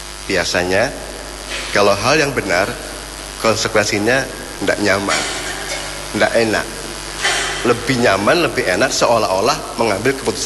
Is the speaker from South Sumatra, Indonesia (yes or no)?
no; Central Java, Indonesia; now in Gandrungmangu, Indonesia; Saya asli Pangkal, datang ke Cilacap hari ini dengan satu istri, satu anak.